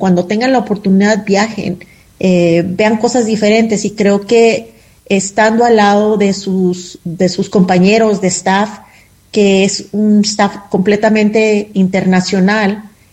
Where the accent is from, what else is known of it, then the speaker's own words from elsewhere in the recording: United States; soy americana y soy mexicana de padres mexicanos, como lo dije anteriormente, creo que ya soy un poquito dominicana